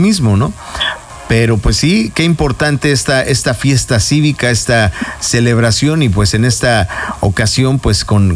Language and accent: Spanish; Mexico; Nos sentimos orgullosos, claro, de ser mexicanos, pues hay que demostrar que somos buenos mexicanos